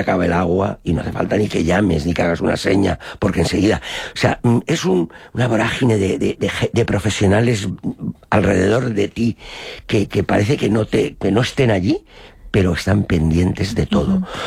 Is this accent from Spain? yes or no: yes; Monóvar, Valencian Community, Spain; soy de Monóvar